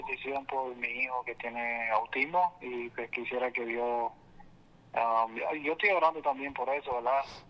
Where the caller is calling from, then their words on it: Wisconsin, United States; hablo desde Wisconsin.